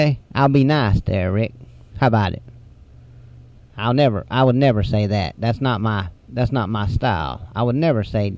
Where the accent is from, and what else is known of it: hillbilly, Appalachia, United States; accent: hillbilly